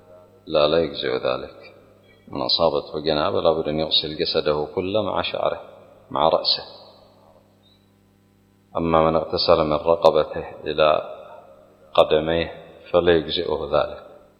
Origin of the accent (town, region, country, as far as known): Yemen